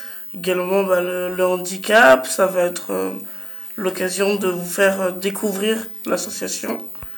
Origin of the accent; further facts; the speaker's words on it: Île-de-France, France; Je suis de l'Île-de-France à la base.